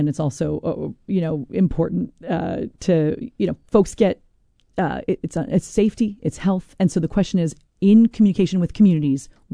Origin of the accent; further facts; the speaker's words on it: Newbury, Vermont, United States; So look, I grew up in Newbury, Vermont on a dirt road because my family thought it's the best place in the world to raise kids.